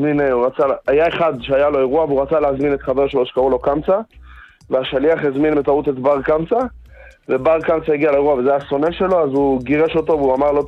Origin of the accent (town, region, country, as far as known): Jerusalem, Jerusalem District, Israel